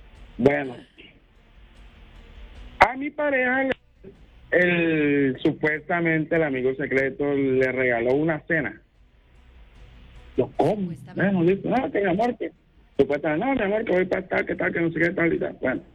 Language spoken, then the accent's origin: Spanish; Bolívar, Colombia; O sea, yo vivo acá en Salsal Valle, pero yo soy costeño. Pero en la región momposina.